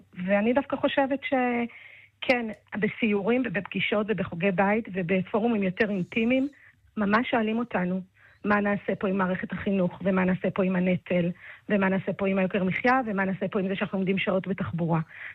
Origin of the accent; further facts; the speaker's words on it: Ramla, Central District, Israel; now in Mazkeret Batya, Israel; אני נולדתי וגדלתי ברמלה.